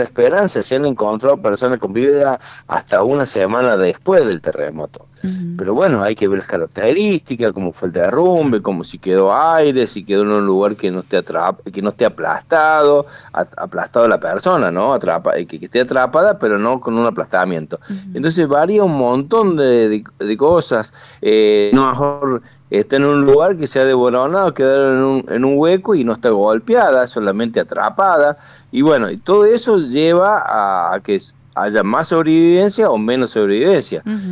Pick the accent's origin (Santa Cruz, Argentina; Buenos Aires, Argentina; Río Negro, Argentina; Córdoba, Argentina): Córdoba, Argentina; Nosotros estamos en Córdoba, somos de Córdoba.